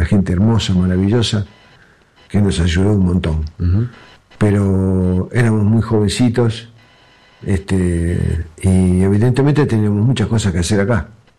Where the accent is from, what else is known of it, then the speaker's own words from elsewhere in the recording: Argentina; Yo soy muy argentino, ese es el problema, ¿viste? Para ellos, los argentinos les va mal, no les va muy bien, ¿viste? Somos medio muy melosos, somos muy pesados cuando hablamos, ¿viste?